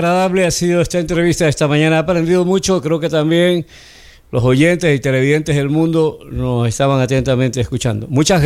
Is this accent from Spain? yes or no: no; Ecuador